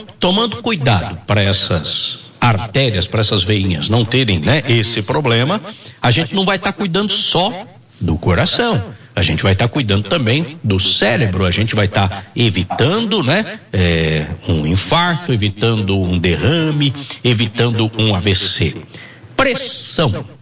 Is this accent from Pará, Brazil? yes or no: no; Minas Gerais, Brazil; Eu sou mineiro, né?